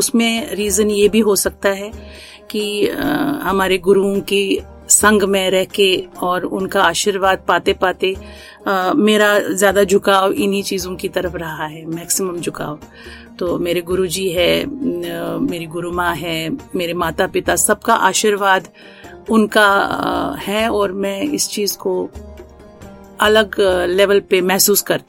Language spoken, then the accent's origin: Hindi; Jammu and Kashmir, India; first language Kashmiri; Hindi is a second language; ये मेरी भाग्य की बात है कि मैं कश्मीर से जुड़ी हूँ, मैं कश्मीरी हूँ